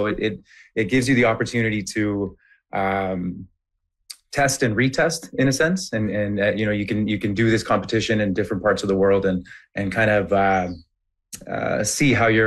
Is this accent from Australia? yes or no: no; Ottawa, Ontario, Canada; I mean, it's great to have … come to my hometown here in Ottawa.